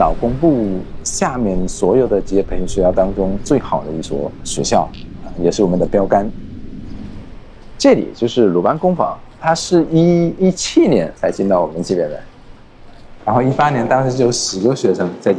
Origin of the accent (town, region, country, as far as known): Cambodia